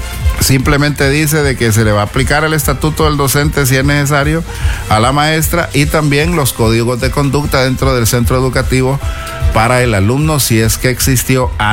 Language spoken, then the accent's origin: Spanish; Honduras; pero así somos los hondureños.